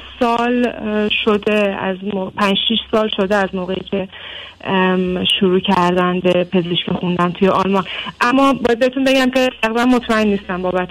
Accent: Iran; moved away as an adult; من 33 سالمه آقای دکتر. از سال 2019 از ایران به طور غیرقانونی مهاجرت کردم

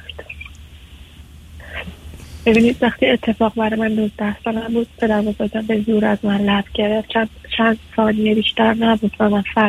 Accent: Iran; now in Canada; وقتی که از ایران اومدم.

